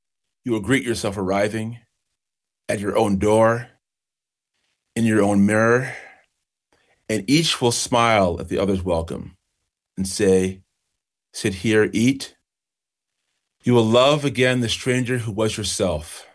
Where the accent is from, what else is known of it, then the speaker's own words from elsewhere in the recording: Brockport, New York, United States; also born or lived in Kingston, Jamaica; I was born in Kingston, Jamaica, but I grew up in Brockport, New York. My parents were both college professors